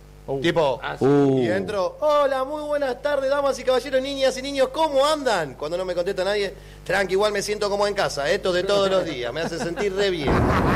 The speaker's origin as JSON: {"language": "Spanish", "town": "Buenos Aires", "country": "Argentina", "said": "soy de Buenos Aires, de ahí. Y bueno, vine a girar un poquito por acá, por Córdoba"}